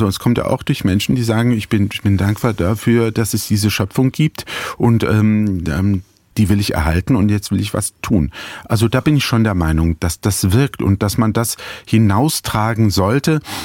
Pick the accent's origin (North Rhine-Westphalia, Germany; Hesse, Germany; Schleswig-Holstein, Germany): Hesse, Germany; Butzbach; Ja, auch bei uns in Putzbach, wo ich zu Hause bin, in meiner Heimatstadt, gibt's eine Genossenschaft